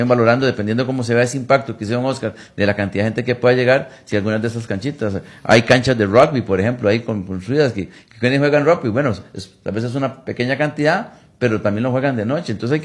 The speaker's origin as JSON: {"language": "Spanish", "country": "Costa Rica", "said": "tenemos que valorarlo como costarricenses."}